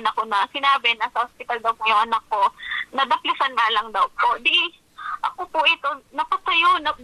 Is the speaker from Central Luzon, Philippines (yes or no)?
yes; Central Luzon, Philippines; moved away; Kasi tubong Pampanga po talaga kami. Kapampangan po kami. Purong Kapampangan. Taga-Pampanga po kami.